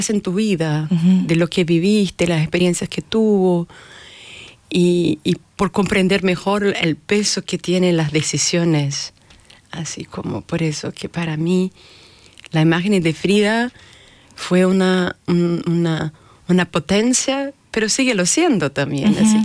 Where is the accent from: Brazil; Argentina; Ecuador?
Brazil; Spanish is a second language; now in Hamburg, Germany; yo soy brasileña, vivo acá en Hamburgo.